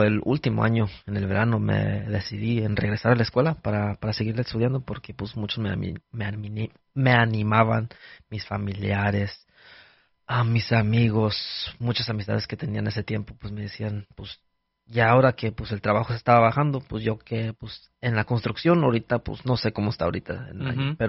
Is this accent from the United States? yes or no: yes; Kansas City, Kansas, United States; born there; also born or lived in Mexico; Allí se llama Kansas City, Kansas, donde yo nací. Y luego, pues, de chiquito, viví un año y medio, como de los 3 años a los 4 años viví en México.